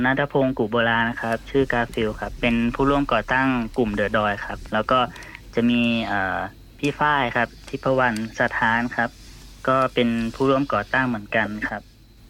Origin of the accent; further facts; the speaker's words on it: Bangkok, Thailand; moved away as an adult; now in Nan, Thailand; ช่วง 3-4 ปีที่แล้วที่กลับมาอยู่ที่จังหวัดน่านจริงๆผมเป็นคนกรุงเทพเนาะ